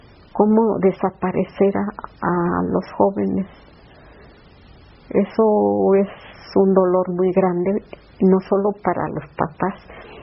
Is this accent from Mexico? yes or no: yes; Mexico; Porque amamos nuestro país. Porque somos mexicanos y pues debemos de recuperar nuestros derechos